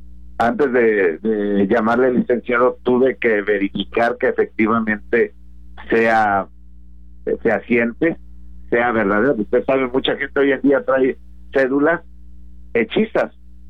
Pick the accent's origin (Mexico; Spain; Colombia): Mexico; Nezahualcóyotl, State of Mexico; bueno, yo soy de Nesa, ¿verdad? Y muchos, ahora ya vivo acá en la zona de Iztapaluca, pero muchos años, estimado oyente, en Nesa